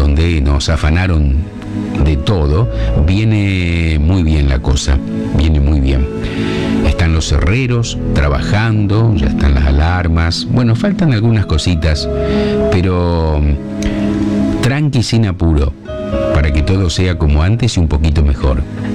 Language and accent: Spanish; Arequito, Santa Fe, Argentina; Arequito, mi pueblo